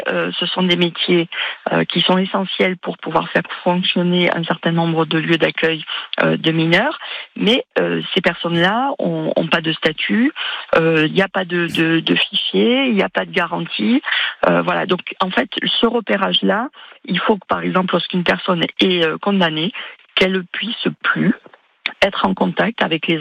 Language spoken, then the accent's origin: French; Occitanie, France; y compris chez moi en Lozère